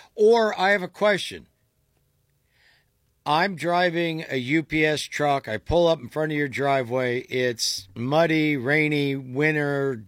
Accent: Somalia; now in Minnesota, United States; I don't have to assimilate. I'm from Somalia. I live in Minnesota.

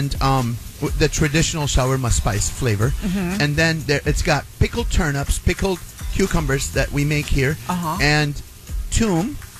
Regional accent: Damascus, Damascus Governorate, Syria; moved away; I grew up in Damascus. You guys know I was born and raised in Damascus.

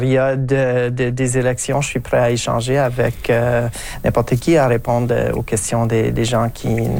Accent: Edmonton, Alberta, Canada; also born or lived in Saskatoon; now in Regina, Canada; J'ai habité à Regina, j'habite à Regina depuis toute ma vie adulte. J'ai grandi à Edmonton d'abord et ensuite à Saskatoon et à Regina.

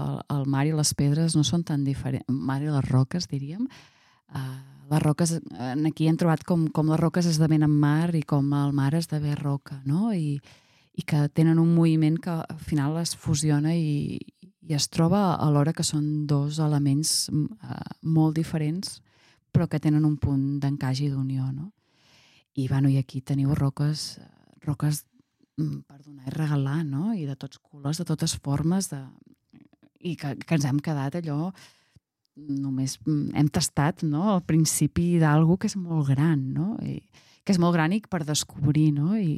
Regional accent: Catalonia, Spain; I jo vinc de Costa Brava. De Costa Brava.

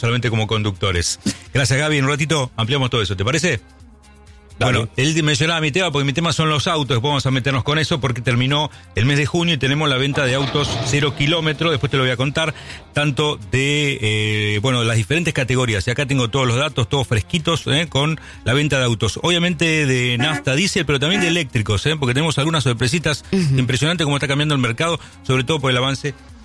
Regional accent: Argentina

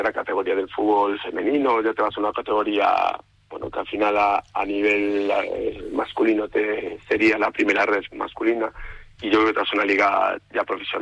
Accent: Vitoria-Gasteiz, Basque Country, Spain; que yo soy de Vitoria

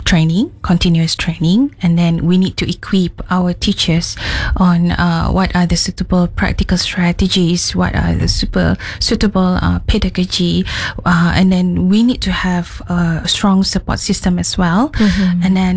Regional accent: Sarawak, Malaysia; they ask me, where are you from? I said, oh, I'm from Sarawak.

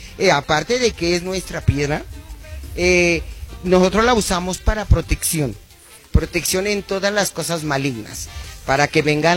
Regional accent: Chiapas, Mexico; vengo del estado de Chiapas, que me siento sumamente muy orgullosa de mi estado.

